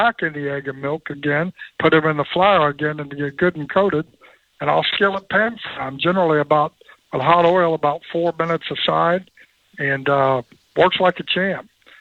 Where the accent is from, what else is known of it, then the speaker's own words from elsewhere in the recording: the South, United States; Well, I'm from the South, so we fry fish.